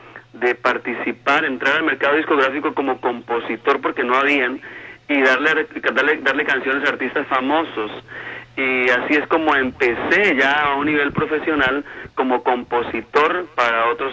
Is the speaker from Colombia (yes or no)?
yes; Cali, Valle del Cauca, Colombia; soy de Cali, Colombia. Nací en un hogar muy sencillo